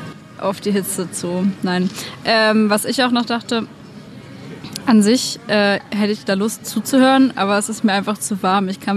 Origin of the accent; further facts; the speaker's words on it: Weimar, Thuringia, Germany; moved away as an adult; now in Erfurt, Germany; so als gebürtige Weimaranerin